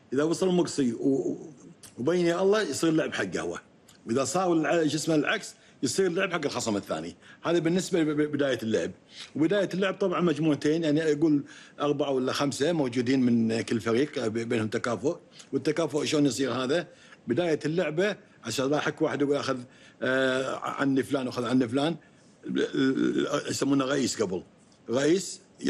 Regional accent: Kuwait

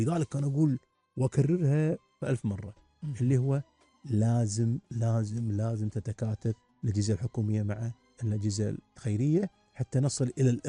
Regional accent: Kuwait; احنا بلد حبيب، بلدنا الكويت الغالي

